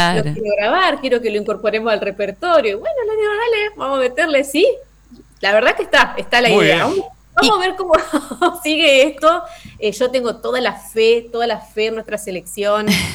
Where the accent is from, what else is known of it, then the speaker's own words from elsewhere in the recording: Argentina; los argentinos tenemos eso